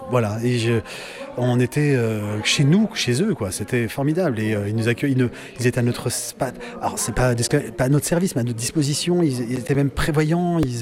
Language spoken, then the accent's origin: French; Nancy, Grand Est, France; Alors, je suis de Nancy